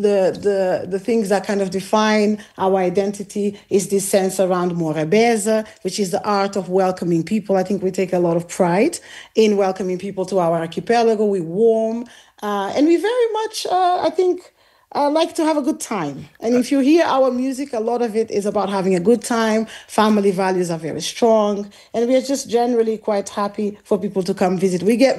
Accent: Santiago, Cape Verde; I'm from Santiago Island, and so that's the island where you have the most mix. It's where the majority of the population lives.

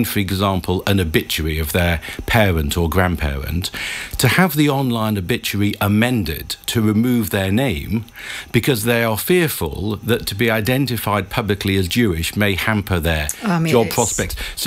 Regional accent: Liverpool, North West England, United Kingdom; because I am from Liverpool

